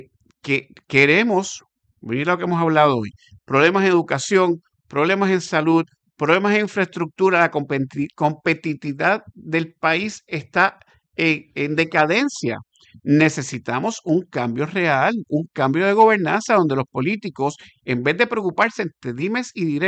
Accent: Puerto Rico; Yo como puertorriqueño siempre dije que yo no estoy necesariamente de acuerdo que venga un ente extraño y de afuera a gobernar por encima de nuestro país.

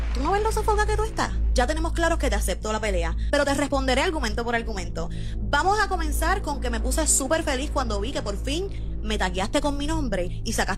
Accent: Puerto Rico; Yo soy boricua

